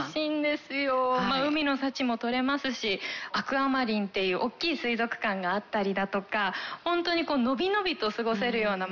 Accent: Iwaki, Fukushima, Japan; moved away as an adult; now in Sendai, Japan; やっぱり福島のいわきで生まれ育っていますので、はい、地元が

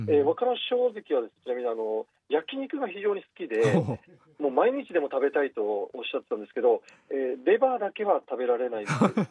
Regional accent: Kagoshima, Japan; 僕鹿児島出身なんですけど、この地元鹿児島

